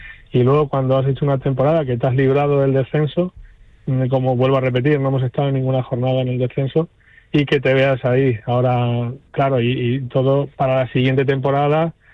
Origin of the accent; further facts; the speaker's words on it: Castilla-La Mancha, Spain; Ya de por sí somos castellano-manchegos y cualquier equipo que estuviese ahí, pues estaríamos con él.